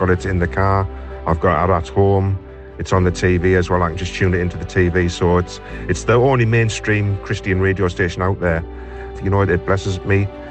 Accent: Gateshead, North East England, United Kingdom; I am from Gateshead.

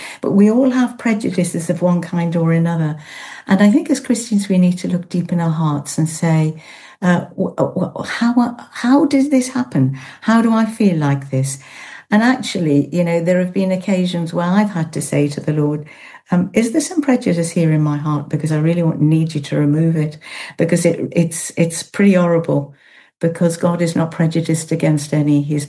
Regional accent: Yorkshire and the Humber, United Kingdom; accent: Yorkshire; you'd know it was Yorkshire, wouldn't you, from my accent?

